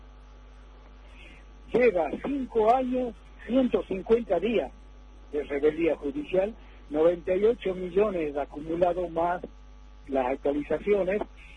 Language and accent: Spanish; Jujuy, Argentina; somos 514 familias jujeñas